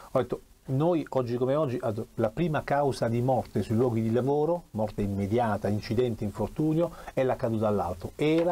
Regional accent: Taranto, Apulia, Italy; perché anche io ho detto … ma non vengo da Assisi, anche io sono di Taranto

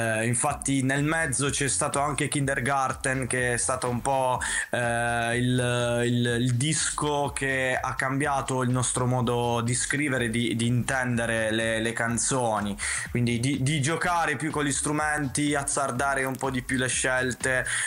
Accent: Capurso, Apulia, Italy; Sì, sì, vicino Bari, di Capurso.

